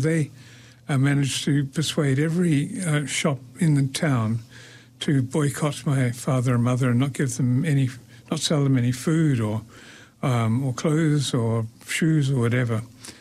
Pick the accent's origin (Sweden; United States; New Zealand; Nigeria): New Zealand; Wellington; also born or lived in Opotiki / Pahiatua / Dunedin; I was born in Opotiki, in the Bay of Plenty. And then we moved around a lot because the Methodist Church moved its ministers around a lot. So we went to Pahiatua, then Dunedin, and then back to Wellington. And I suppose I think of myself as a Wellingtonian